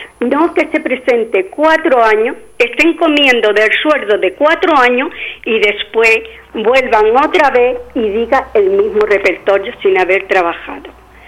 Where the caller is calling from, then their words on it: Las Palmas de Gran Canaria, Canary Islands, Spain; Vivo en Las Palmas.